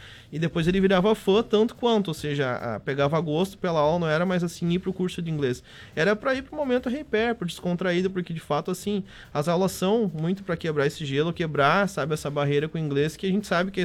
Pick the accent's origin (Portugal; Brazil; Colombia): Brazil; Santa Rosa, Rio Grande do Sul; A gente é de Santa Rosa, no Rio Grande do Sul.